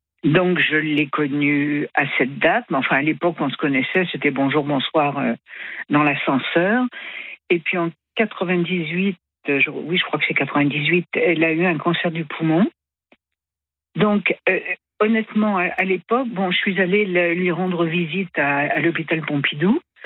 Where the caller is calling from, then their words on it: Paris, Île-de-France, France; je vous appelle de Paris.